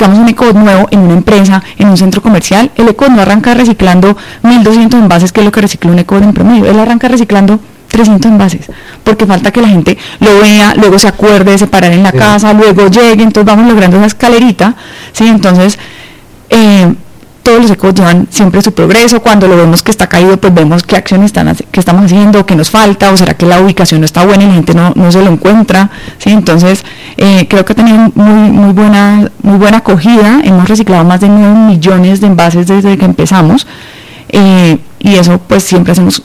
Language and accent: Spanish; Cali, Valle del Cauca, Colombia; Bueno, nosotros pues somos caleños, no sé si lo han notado. Nosotros fabricamos los Ecos, de hecho los Ecos los diseñamos y los fabricamos nosotros desde Cali